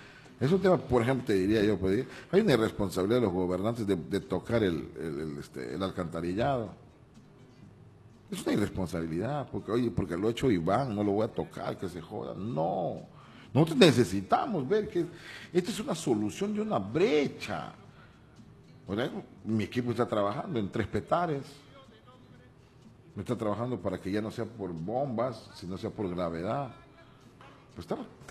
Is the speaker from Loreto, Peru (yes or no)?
yes; Loreto, Peru